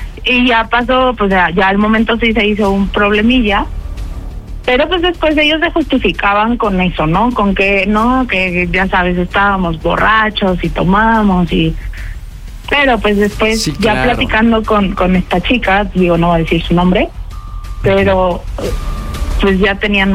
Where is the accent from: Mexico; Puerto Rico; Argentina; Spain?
Mexico; Mexico City; now in Guadalajara, Mexico; Tengo 28 años, soy de la Ciudad de México, pero vivo en Guadalajara.